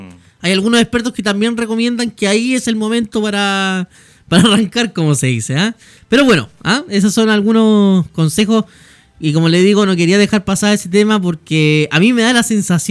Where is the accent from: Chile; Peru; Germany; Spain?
Chile